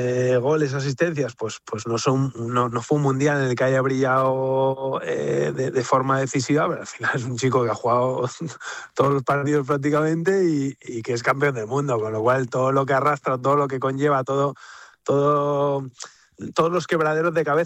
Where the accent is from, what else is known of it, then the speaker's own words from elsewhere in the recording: Spain; Siempre, además que lo gane un español, para mí como español, pues es un orgullo